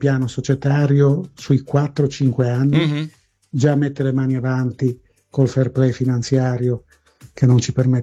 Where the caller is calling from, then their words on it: Genoa, Liguria, Italy; da Genova.